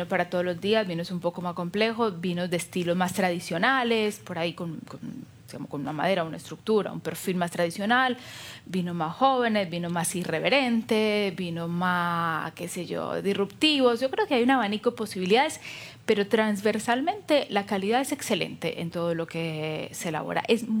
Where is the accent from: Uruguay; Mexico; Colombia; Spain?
Colombia; now in Argentina; también soy colombiana, esto es indiscutible.